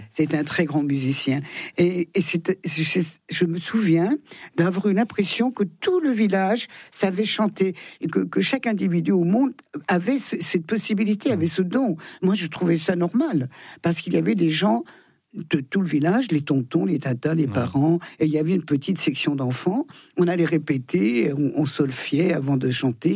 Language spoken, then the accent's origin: French; Thonon-les-Bains, Auvergne-Rhône-Alpes, France; born there; Je suis née à Thonon.